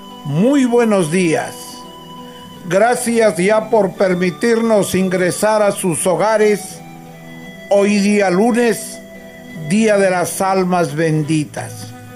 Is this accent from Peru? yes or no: yes; northern Peru, Peru; como buen norteño que soy